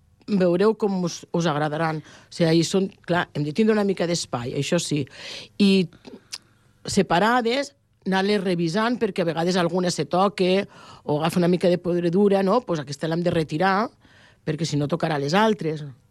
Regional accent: Algerri, Catalonia, Spain; Jo sóc d'Algerri, les tinc allí molt a mà

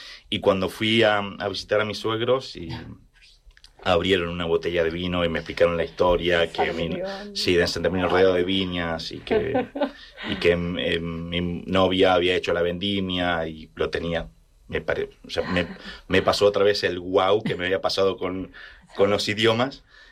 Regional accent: Argentina; moved away as an adult; now in Spain; Y yo soy del campo de Argentina

